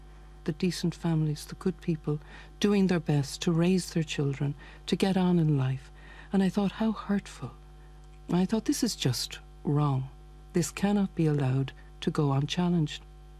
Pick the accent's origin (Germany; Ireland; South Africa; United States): Ireland; I grew up in Ireland, and I grew up in a traditional Catholic family with wonderful parents